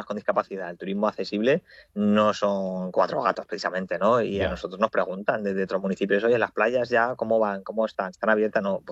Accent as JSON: {"language": "Spanish", "town": "Alicante", "region": "Valencian Community", "country": "Spain", "said": "Por lo menos para mí, claro, como alicantino"}